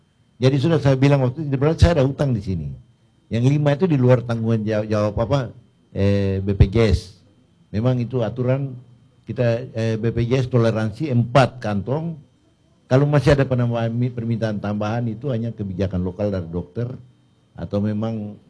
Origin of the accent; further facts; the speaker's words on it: Indonesia; Yang penting kita sebagai orang Timur ya, orang Indonesia, sopan santun saja perlu mungkin untuk diketahui.